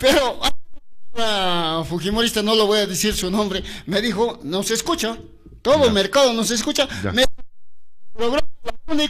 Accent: Chumbivilcas, Cusco, Peru; Total somos chumbivicanos, total somos peruanos.

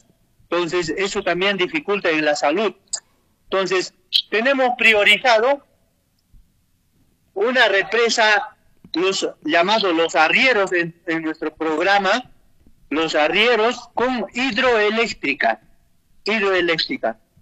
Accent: Cusco, Peru; nuestra región Cusco

